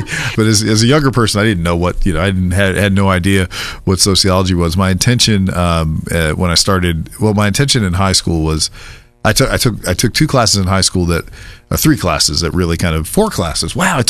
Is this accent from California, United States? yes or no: no; Silver Spring, Maryland, United States; also born or lived in Washington, D.C. / Chillum, Maryland; in an area called Chillum, Maryland, where you could kind of throw a rock and hit D.C. from there, and then At the age of about five, we moved about 10 miles away to Silver Spring, Maryland, for better educational opportunities. We crossed a county line for better public schools.